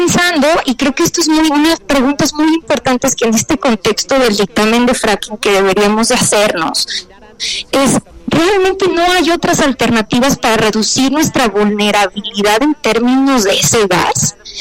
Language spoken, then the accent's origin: Spanish; Mexico; ese es un valor que como mexicanos queremos propiciar